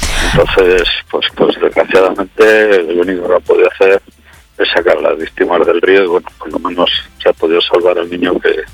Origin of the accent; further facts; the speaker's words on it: Venta de Baños, Castile and León, Spain; yo soy de Venta de Baños, no lo conocía como zona de baño, porque la gente normalmente siempre va al río Tariego a bañarse